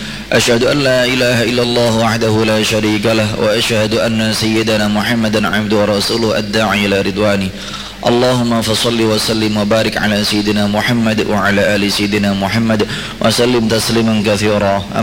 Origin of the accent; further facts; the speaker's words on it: Indonesia; Arabic is a second language; والسيوف المختلفة والشدائد والمحن ما ظهر منها ما بطن من بلدنا إندونيسيا خاصة